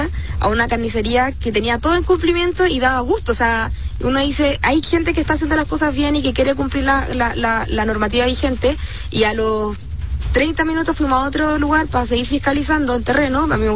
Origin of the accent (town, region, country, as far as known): Chile